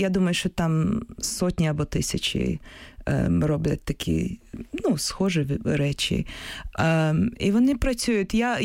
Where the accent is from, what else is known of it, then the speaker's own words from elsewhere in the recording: Kyiv, Ukraine; Я сама з Києва, тому я тут зупиняюся.